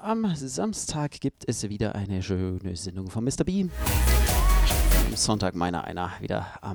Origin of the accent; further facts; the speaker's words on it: Baden-Württemberg, Germany; ich komme halt aus dem Schwaberländle.